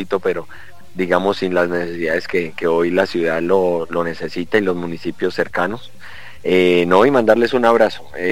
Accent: Popayán, Cauca, Colombia; moved away as an adult; Pues yo soy de Popayán, todo el mundo lo sabe, pero llevo ya 5 años viviendo aquí en esta ciudad

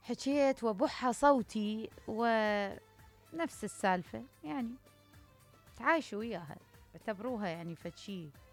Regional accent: Iraq; شوف احنا كعراقيين فقدنا الثقة بالجهات الحكومية، يعني فقدنا الثقة.

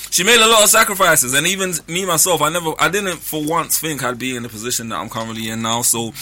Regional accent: London, United Kingdom; bringing me up in Hackney, East London

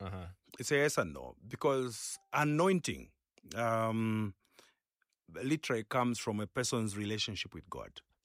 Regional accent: Chipata, Eastern Province, Zambia; I come from Rulo Chipata, where we use pit latrines when it's almost full.

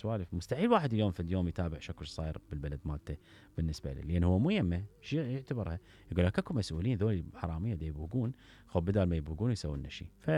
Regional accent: Southern Iraq, Iraq; انا بجنوب العراق

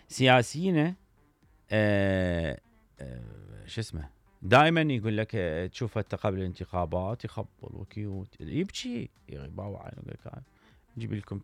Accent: Iraq; بالمناسبة هاي مرحلة التخيل واحنا نحب هاي المنطقة كعراقيين نحب هاي منطقة التخيل

